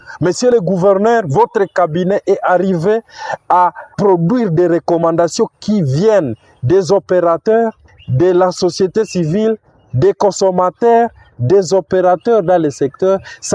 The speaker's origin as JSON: {"language": "French", "town": "Butembo", "region": "North Kivu", "country": "DR Congo", "said": "chez moi à Butembo."}